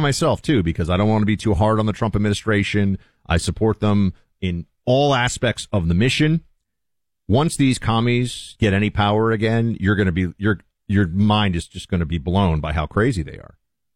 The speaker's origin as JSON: {"language": "English", "town": "New York City", "region": "New York", "country": "United States", "tie": "born or raised there", "said": "This is a Democrat who could very well win a congressional seat in New York City, my hometown"}